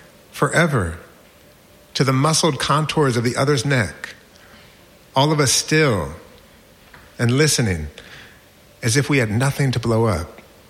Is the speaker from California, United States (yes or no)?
no; Pennsylvania, United States; But I grew up outside of Philadelphia.